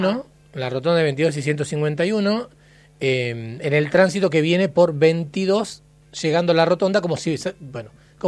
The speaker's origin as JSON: {"language": "Spanish", "region": "Río Negro", "country": "Argentina", "moved": "yes", "said": "Y somos, estamos escapados de Valle Medio los dos."}